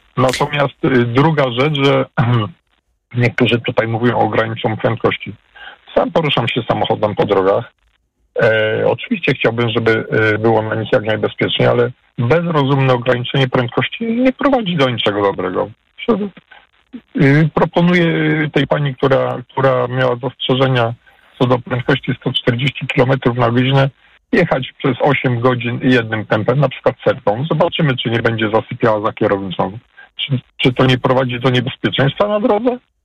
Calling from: Kraków, Lesser Poland, Poland; ja jestem z Krakowa

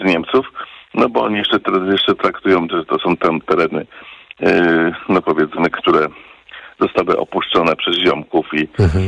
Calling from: Lubusz Voivodeship, Poland; Był pan kiedyś u nas na zachodzie Polski, na Ziemi Lubuskiej?

